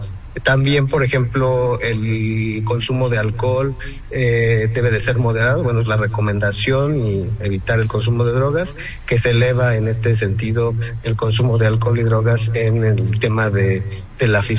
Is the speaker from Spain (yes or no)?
no; Mexico; nosotros mexicanos